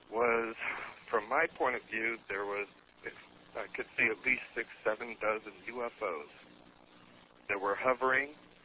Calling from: Bremerton, Washington, United States; in Bremerton, Washington.

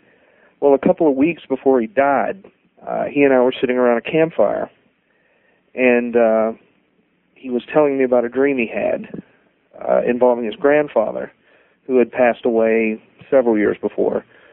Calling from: Charleston, West Virginia, United States; I'm calling from Charleston, West Virginia.

